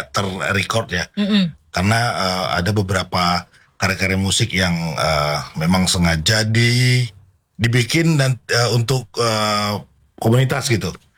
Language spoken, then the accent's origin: Indonesian; Riau, Indonesia; sebagai saya orang Melayu